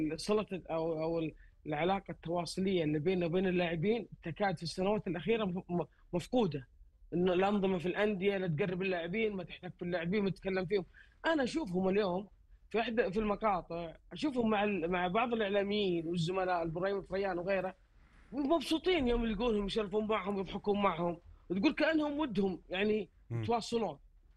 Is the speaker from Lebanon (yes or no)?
no; Saudi Arabia